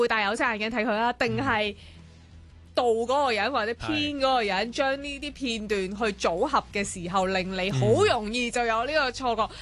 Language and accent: Cantonese; Hong Kong; 作為香港人嘅80后啊